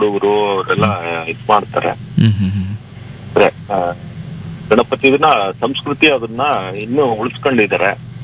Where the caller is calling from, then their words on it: Yalagodu, Karnataka, India; ಚಿತ್ರದುರ್ಗ ತಾಲೂಕು ಯಳಗೋಡು ಇದೆ.